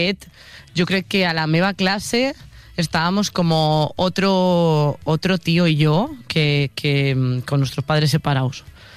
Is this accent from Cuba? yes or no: no; Oleiros, Galicia, Spain; las fiestas de Santa Cruz, que es de mi pueblo